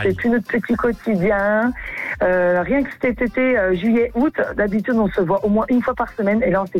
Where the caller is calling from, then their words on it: Laval, Pays de la Loire, France; J'habite à Laval.